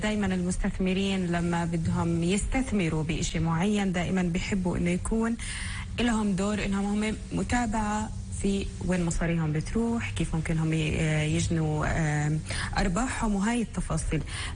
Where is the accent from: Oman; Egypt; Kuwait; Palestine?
Palestine